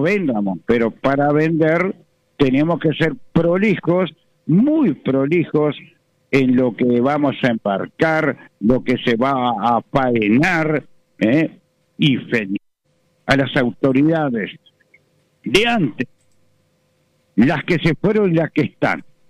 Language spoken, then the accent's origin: Spanish; Uruguay